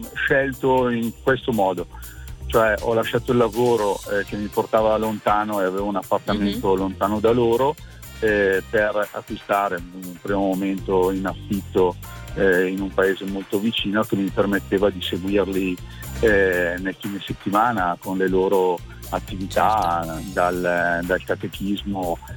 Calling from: Verona, Veneto, Italy; da Verona.

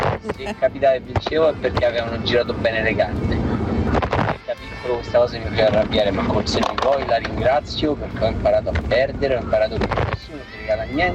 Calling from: Rome, Lazio, Italy

